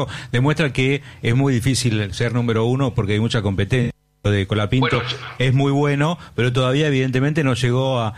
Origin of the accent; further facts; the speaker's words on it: Haedo, Buenos Aires Province, Argentina; Yo soy de la zona de Aedo, mis viejos son de Castellano